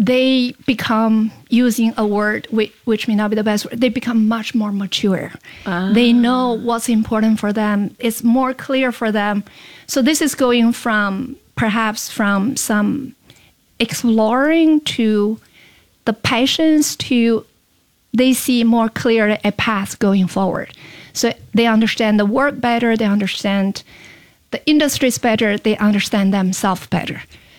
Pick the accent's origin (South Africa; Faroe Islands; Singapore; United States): Singapore; As Singaporean or an Asian student, we want to have a broader understanding of the world.